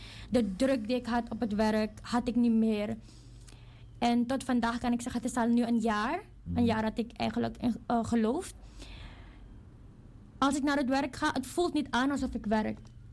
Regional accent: The Hague, South Holland, Netherlands; Ik ben van Den Haag, Scheveningen.

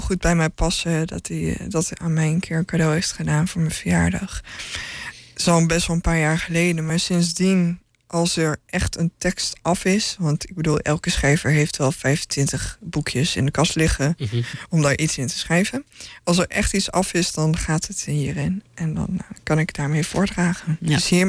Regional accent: Almere, Flevoland, Netherlands; want ik kom uit Almere

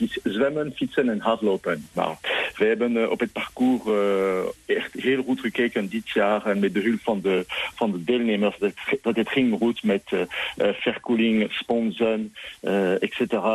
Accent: France; now in Netherlands; Ja, ik ben Fransman, klopt.

